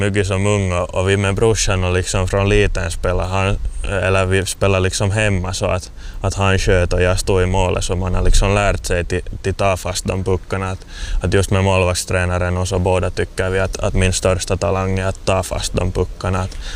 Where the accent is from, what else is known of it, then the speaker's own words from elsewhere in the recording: Loviisa, Uusimaa, Finland; här har jag vuxit upp och här är nog bra minnen som liten